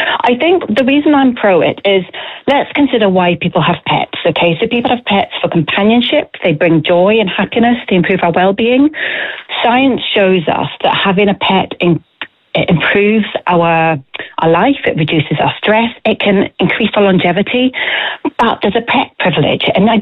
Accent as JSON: {"language": "English", "region": "Scotland", "country": "United Kingdom", "moved": "as an adult", "lives_now": "Ireland", "said": "I'm from Scotland. I've lived in Ireland 6 years, and Scotland's always been very inclusive in relation to pets on buses."}